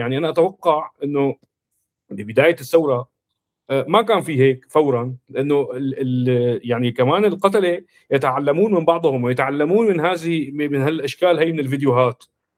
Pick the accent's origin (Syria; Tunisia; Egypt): Syria